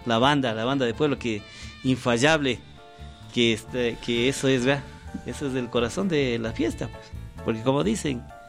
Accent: Zámbiza, Pichincha, Ecuador; venimos de Zambisa. Venimos bien preparados para darnos a conocer la parroquia. Nosotros somos una parroquia de 442 años, una de las parroquias ya más antiguas del distrito metropolitano. Tenemos mucha cultura, muchas tradiciones

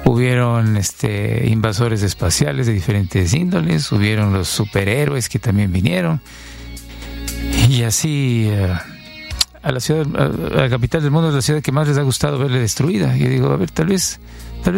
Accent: United States; Siento que es algo que nosotros como americanos no debemos dejar que ocurra.

